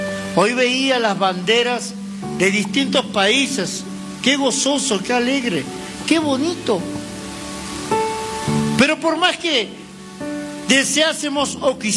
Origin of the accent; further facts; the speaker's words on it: Argentina; yo soy de la República Argentina.